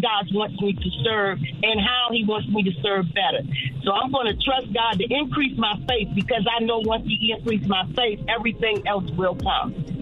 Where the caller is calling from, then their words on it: Suitland, Maryland, United States; I'm calling from Suitland, Maryland